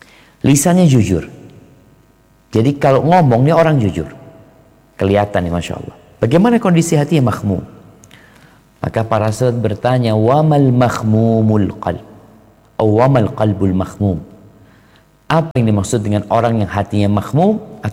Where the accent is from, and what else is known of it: Indonesia